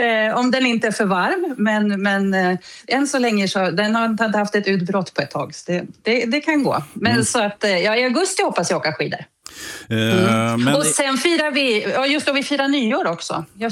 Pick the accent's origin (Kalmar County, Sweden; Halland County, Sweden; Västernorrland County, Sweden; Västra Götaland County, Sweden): Västernorrland County, Sweden; Sundsvall; moved away as an adult; now in New Zealand; hemma i Sundsvall